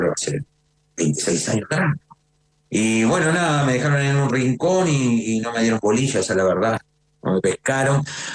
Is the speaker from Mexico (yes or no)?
no; Uruguay; moved away as an adult; now in Chile; yo estoy en Chile, soy uruguayo. Pero todo esto pasó en Uruguay, ¿no? Hoy vivo en Chile hace años